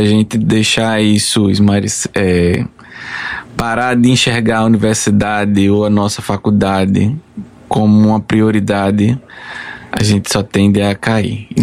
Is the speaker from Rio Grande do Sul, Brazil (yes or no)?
no; Alagoas, Brazil; Sou alagoano.